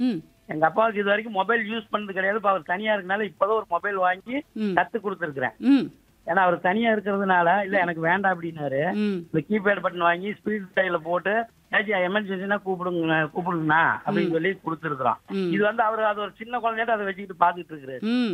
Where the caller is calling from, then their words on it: Erode, Tamil Nadu, India; Erode வெட்டுக்காட்டோல